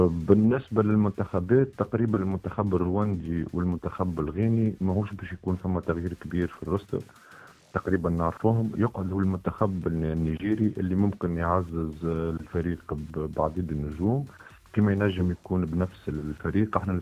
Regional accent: Tunisia

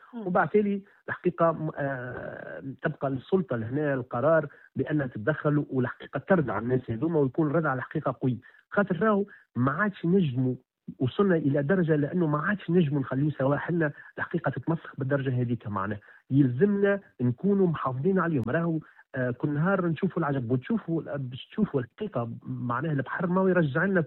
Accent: Mahdia, Mahdia Governorate, Tunisia; إني الحقيقة من مدينة المهدية

